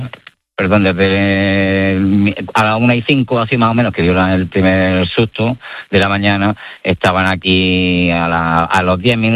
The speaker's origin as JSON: {"language": "Spanish", "region": "Andalusia", "country": "Spain", "said": "pero casi todos somos de Granada."}